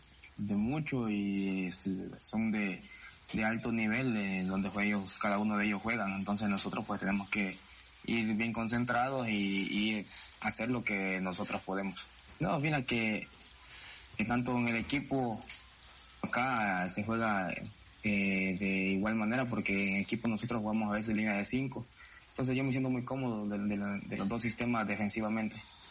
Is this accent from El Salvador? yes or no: yes; El Salvador; nosotros como salvadoreños